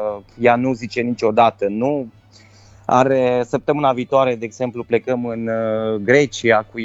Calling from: Cluj-Napoca, Cluj County, Romania; suntem din Cluj, Napoca

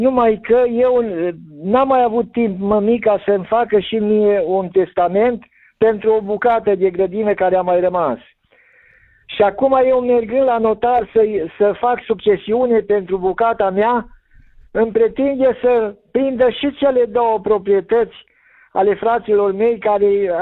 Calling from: Maramureș County, Romania; Sunt din Șișe, Maramureș.

